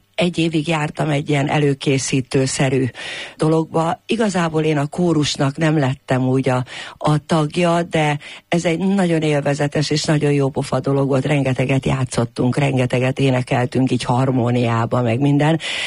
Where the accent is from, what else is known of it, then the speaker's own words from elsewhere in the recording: Budapest, Hungary; annak idején a 18. kerületben nevelkedtem.